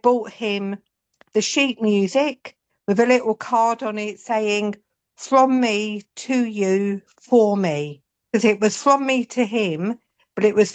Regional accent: London, United Kingdom; accent: London accent; Cockney; moved away as an adult; now in Aberdeen, United Kingdom; I'm a definite Londoner. I was born in Whitechapel, so a true Cockney.

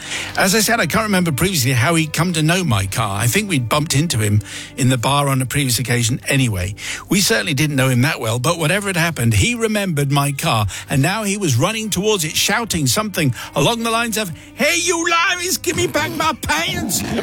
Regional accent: England, United Kingdom; moved away as an adult; My confession goes back to the early 90s when I was young and had handed myself a lovely job as an English nanny in Southern California.

